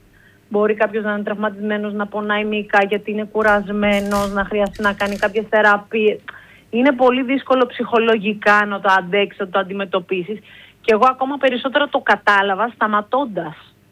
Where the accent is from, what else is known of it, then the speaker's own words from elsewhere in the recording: Egaleo, Attica, Greece; Στην περιοχή που εγώ μεγάλωσα, στο Εγάλαιο, είχε πολύ λίγα πράγματα να κάνουμε